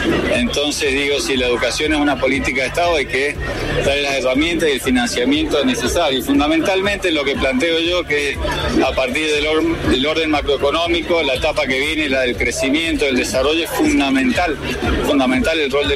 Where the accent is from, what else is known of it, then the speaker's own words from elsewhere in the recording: Argentina; como un argentino que entiende que si realmente la educación es una prioridad para el gobierno nacional